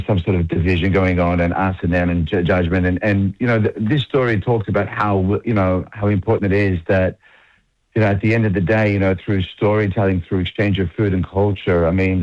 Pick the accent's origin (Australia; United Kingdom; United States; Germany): Australia; Melbourne, Victoria; I'm literally from Melbourne, and I came to Adelaide because I have some family here